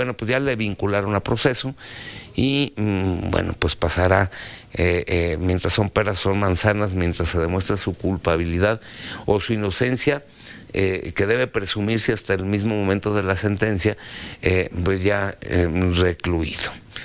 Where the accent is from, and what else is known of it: Mexico